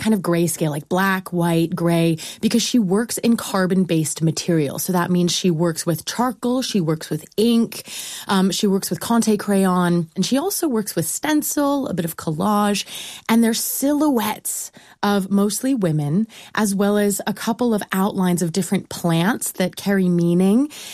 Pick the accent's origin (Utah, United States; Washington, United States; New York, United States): Washington, United States; Seattle; I'm from Seattle.